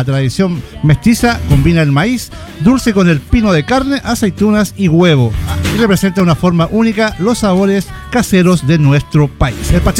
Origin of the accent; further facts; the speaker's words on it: Chile; nosotros como chilenos